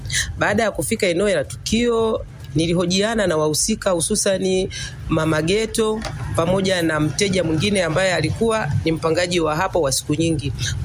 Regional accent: Bunda, Mara, Tanzania; natoka kata ya Bunda mjini, mtaa wa Nyerere.

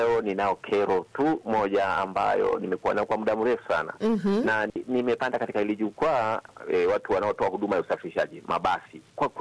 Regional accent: Nzega, Tabora, Tanzania; natokea Nzega, Tabora, Tanzania.

